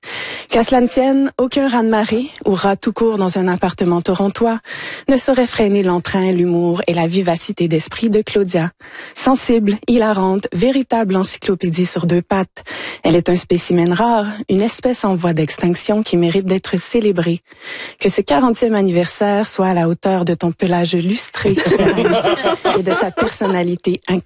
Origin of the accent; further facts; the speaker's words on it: Quebec, Canada; en tant que Gaspésienne autour de la table